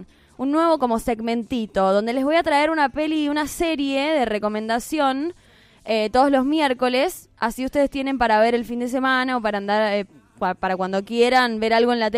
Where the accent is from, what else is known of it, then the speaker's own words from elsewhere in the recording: Guaymallén, Mendoza, Argentina; yo soy del Guayma.